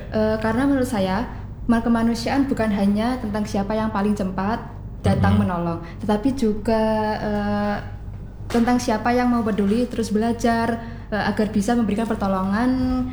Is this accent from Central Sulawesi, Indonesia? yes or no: no; Lampung, Indonesia; moved away as an adult; now in Surakarta, Indonesia; Iya, domisili saya Lampung.